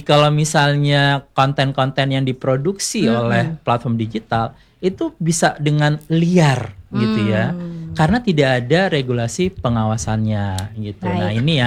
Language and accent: Indonesian; Aceh, Indonesia; membawa identitas kita sebagai suatu bangsa gitu ya, sebagai orang Aceh ya khususnya misalnya.